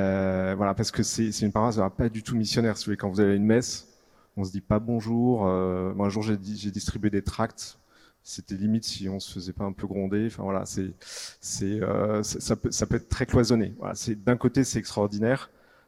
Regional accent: Paris, Île-de-France, France; Donc on est parisien, on vit dans le 16e à Paris, et notre paroisse c'est Saint-Honoré-d'Eylau.

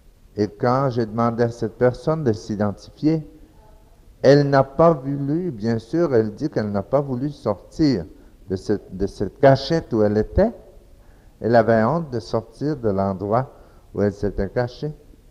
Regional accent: Dominican Republic; C'est un pays tropical, chez nous, en République dominicaine, et c'est facile de célébrer à l'extérieur.

